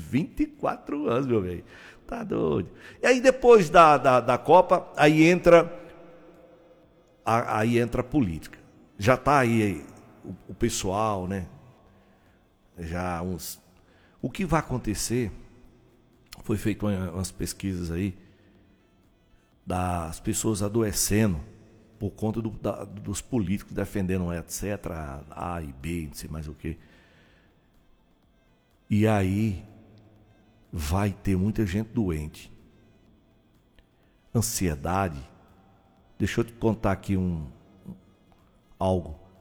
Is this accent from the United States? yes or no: no; Brazil; eu sou brasileiro